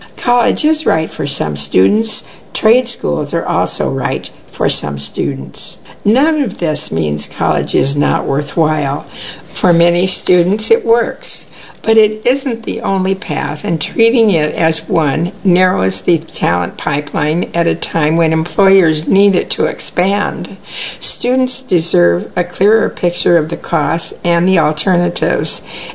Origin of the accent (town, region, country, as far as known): Danville, Illinois, United States; born or raised there